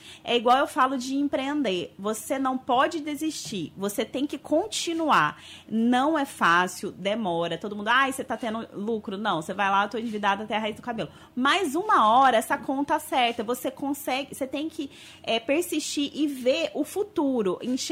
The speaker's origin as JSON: {"language": "Portuguese", "region": "Minas Gerais", "country": "Brazil", "said": "eu sou de Minas Gerais"}